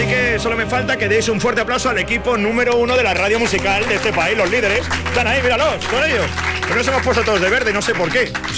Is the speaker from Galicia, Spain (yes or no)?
no; Barcelona, Catalonia, Spain; Barcelona este año, Palau Sant Jordi, en mi tierra